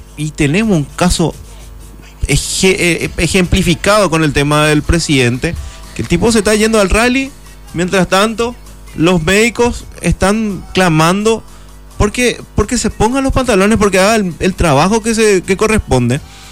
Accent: Luque, Central, Paraguay

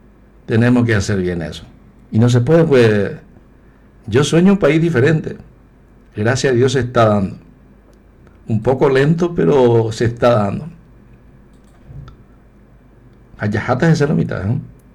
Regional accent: Paraguay; yo como ciudadano, yo como paraguayo

